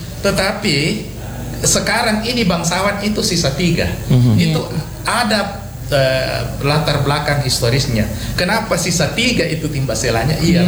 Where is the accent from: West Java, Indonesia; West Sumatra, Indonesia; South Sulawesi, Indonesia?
South Sulawesi, Indonesia; Galesong; Jadi kalau belakangan ada yang tanya kamu orang apa, saya orang Galesong.